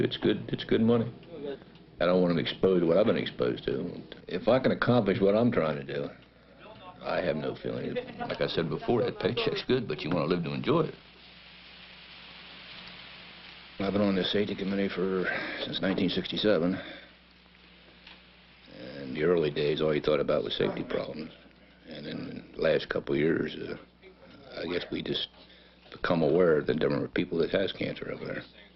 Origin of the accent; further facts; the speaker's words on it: Carmel, United States; born there; I was born in Carmel 30th of January, 37. My dad, he was all born and raised in Carmel.